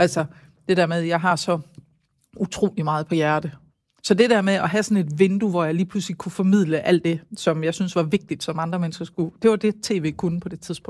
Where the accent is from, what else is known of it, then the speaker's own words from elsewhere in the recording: Højbjerg, Central Denmark Region, Denmark; Og hun har sikkert også gjort det derhjemme i Højbjerg, hvor vi har boet